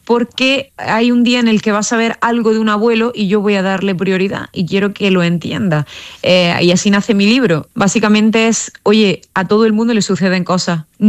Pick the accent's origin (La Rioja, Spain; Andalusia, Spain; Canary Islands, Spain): Andalusia, Spain; Roquetas de Mar; más de 500 personas en mi pueblo, en Roquetas de Mar